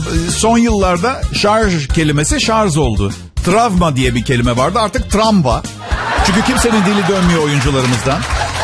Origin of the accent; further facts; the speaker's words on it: Istanbul, Turkey; İstanbul Tophane'de doğdum. Şişli'de büyüdüm. Annem Türk, karım Türk.